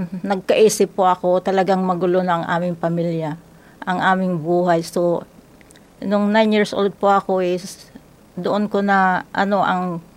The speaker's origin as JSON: {"language": "Tagalog", "town": "Milagros", "region": "Bicol Region", "country": "Philippines", "said": "from Milagros Masbati. 65 years old po."}